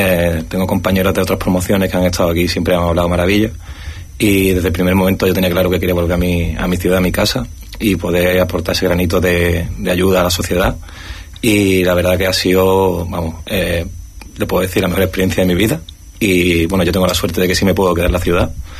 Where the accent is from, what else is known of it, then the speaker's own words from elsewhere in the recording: Ceuta, Spain; los que somos guía de Ceuta, pues siempre intentamos defender nuestra ciudad.